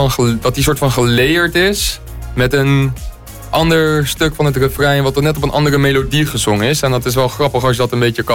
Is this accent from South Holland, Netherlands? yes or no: yes; Reeuwijk, South Holland, Netherlands; now in Spijkenisse, Netherlands; Ja, ik kom oorspronkelijk uit Reewijk. Dus dat ligt naast Gouda. Dat ligt net niet in Rijnmond. Maar momenteel ben ik eigenlijk woonzaam in Spijkenisse.